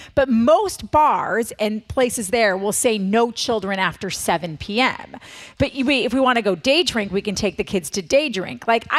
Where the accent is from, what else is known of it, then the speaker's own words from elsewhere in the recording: Wisconsin, United States; okay, so I'm from Wisconsin. Everybody knows that.